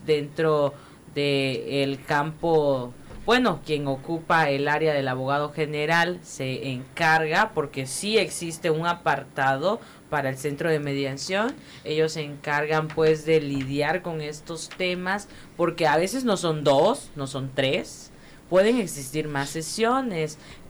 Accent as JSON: {"language": "Spanish", "region": "Tabasco", "country": "Mexico", "said": "somos tabasqueños"}